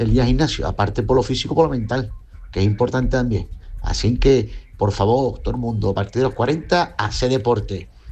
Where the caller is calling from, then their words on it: Cádiz, Andalusia, Spain; de Cádiz.